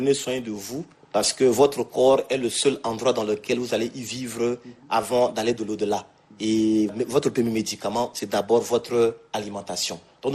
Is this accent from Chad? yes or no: yes; Chad; on est tchadien